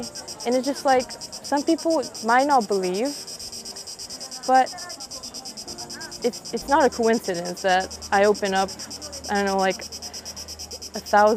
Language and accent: English; Romania; I come from Romania